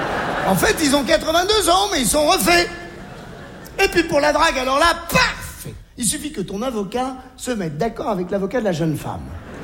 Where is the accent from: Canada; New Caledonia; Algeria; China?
Algeria; born there; Je suis né en Algérie.